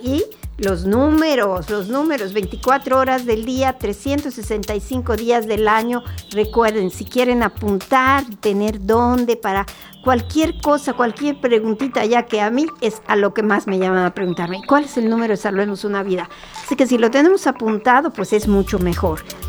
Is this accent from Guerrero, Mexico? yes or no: no; Yucatán, Mexico; así somos los yucatecos.